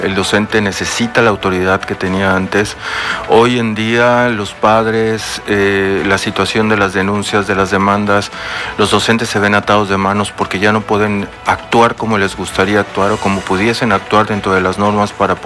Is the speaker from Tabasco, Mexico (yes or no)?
no; Campeche, Mexico; Retomar esto es poder tomar conciencia como campechanos, como mexicanos, como ciudadanos